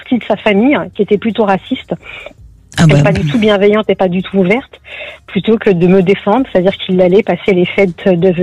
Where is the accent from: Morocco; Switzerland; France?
France; born there; Moi, je suis née en France, franco-marocaine, de confession musulmane.